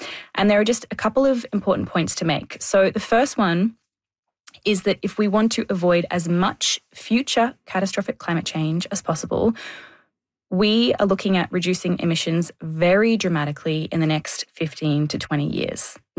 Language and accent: English; Australia; Also, I don't like spiders and I grew up in Australia, so I had plenty of exposure therapy.